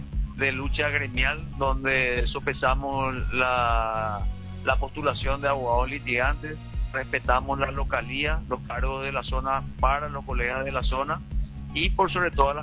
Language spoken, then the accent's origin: Spanish; Asunción, Paraguay; Yo soy de Asunción, yo soy egresado de la Facultad de Derecho UNA, promoción 2007